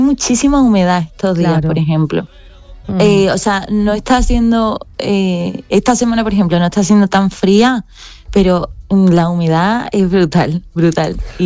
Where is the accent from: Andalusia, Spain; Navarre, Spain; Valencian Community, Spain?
Andalusia, Spain; Cádiz; accent: mixed; moved away as an adult; also born or lived in Madrid; now in Uruguay; Bueno, yo soy de allí, de Cádiz. Cuando estudié la carrera me fui a Madrid unos años